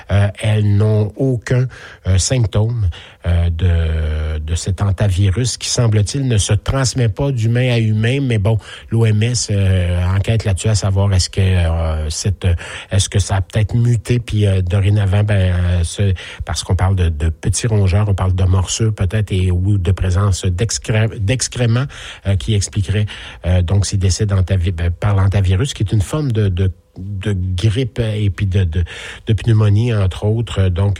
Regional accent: Quebec, Canada; en Mauricie, Bois-Franc, dans mon coin de pays, à moi d'où je viens.

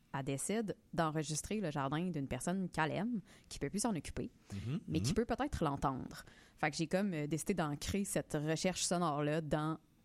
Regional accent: Quebec City, Quebec, Canada; je viens de Québec.

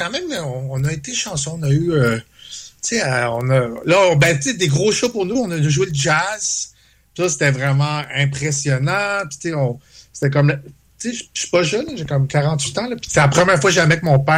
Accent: Châteauguay, Quebec, Canada; Quand j'étais jeune, je venais de Châteauguay. Tu sais, de la banlieue

